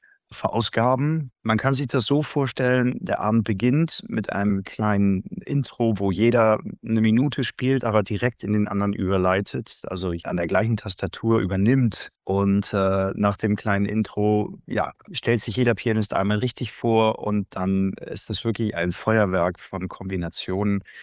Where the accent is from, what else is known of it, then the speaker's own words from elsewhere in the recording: Hamburg, Germany; Also ich komme eh aus Hamburg